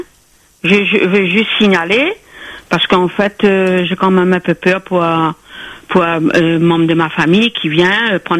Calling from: Le Port, Réunion; En fait, moi j'habite vers le port.

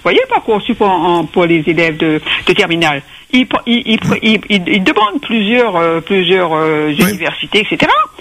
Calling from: Réunion; ici à La Réunion

